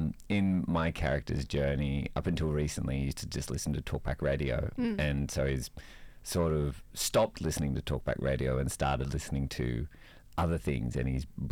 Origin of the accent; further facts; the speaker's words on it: New South Wales, Australia; I'm a gay from the Central Coast who is about to pretend to be a truck driver for an hour and a half.